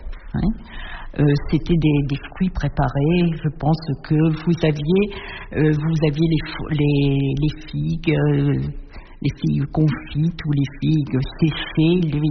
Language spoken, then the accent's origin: French; Hauts-de-France, France; now in Corsica, France; Et moi, l'orange, chez moi, en Picardie, on avait des oranges à Noël.